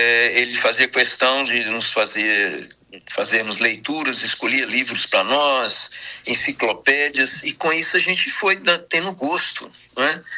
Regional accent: Diamantina, Minas Gerais, Brazil; Eu amo minha terra, amo Diamantina, amo a nossa região, daqui do Vale, Minas Gerais. Eu sou extremamente sensível ao lugar onde nascemos e fomos criados, não é?

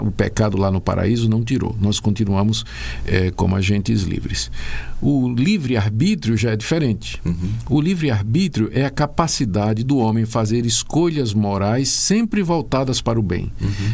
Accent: Recife, Pernambuco, Brazil; Opa, cidade onde eu cresci.

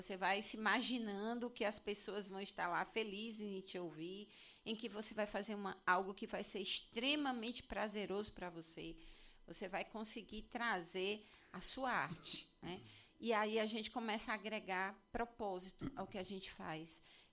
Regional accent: Fortaleza, Ceará, Brazil; born there; also born or lived in São Paulo; eu morava ali em Messejana na minha adolescência. E era fantástico. Eu vim, nasci em São Paulo, lá a gente não tinha esse hábito. Quando eu cheguei e vim morar aqui em Fortaleza

